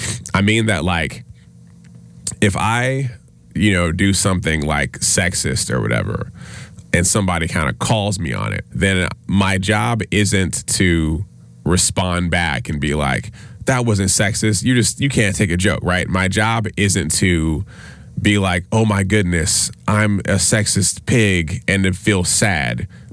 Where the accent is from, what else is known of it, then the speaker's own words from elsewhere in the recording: the South, United States; We're from the South.